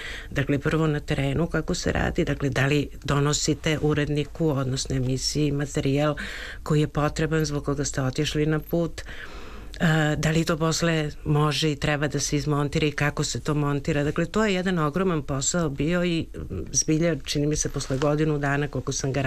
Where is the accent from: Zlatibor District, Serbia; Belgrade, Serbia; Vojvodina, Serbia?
Belgrade, Serbia; born there; Ja sam rođena u Beogradu i stvarno sam imala malo dodira sa selom